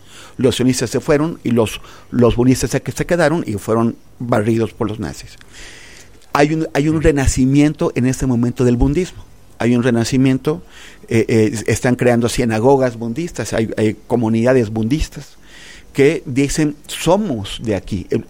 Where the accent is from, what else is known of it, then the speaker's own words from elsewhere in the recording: Mexico; O sea, nosotros como mexicanos, los franceses como franceses, los italianos pueden tener una ideología de derecha, de izquierda